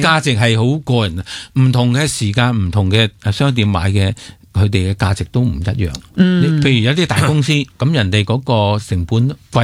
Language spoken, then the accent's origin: Cantonese; Hong Kong; 我哋系香港人